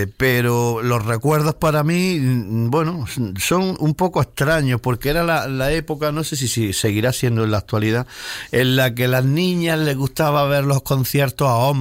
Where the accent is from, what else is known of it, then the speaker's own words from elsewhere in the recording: Berja, Andalusia, Spain; mi primer concierto en Berja, en una feria, en mi pueblo también